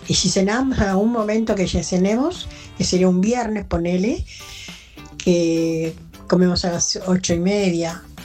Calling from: Buenos Aires, Argentina; de Barraca.

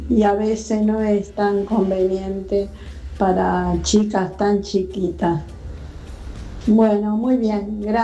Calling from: Banfield, Buenos Aires Province, Argentina; soy de Banfield.

